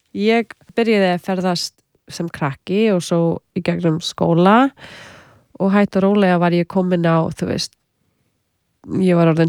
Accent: Canada; also born or lived in United States / Australia; ég ólst upp í Kanada með hálf indverskri móðu frá Suður Ameríku svo ég var þegar alþjóðlegt barn og með nokkur tungumál sem ég gat nota

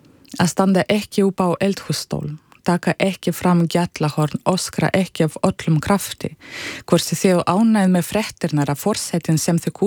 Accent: Russia; Icelandic is a second language; og lappa sama sömu götur sem ég lappaði þegar ég var lítil, að þetta var mjög gefandi líka að sjá heimalandið mitt upp á nýtt í öðru ljósi

